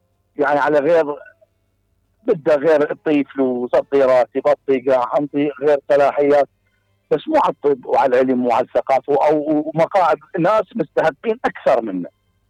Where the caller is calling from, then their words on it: Iraq; احنا كعراقيين